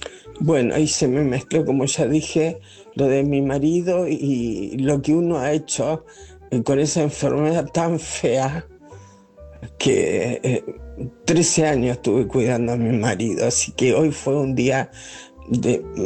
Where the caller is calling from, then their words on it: Rosario, Santa Fe, Argentina; de Rosario, de la zona norte, muy cerca de donde se dieron todos los eventos hoy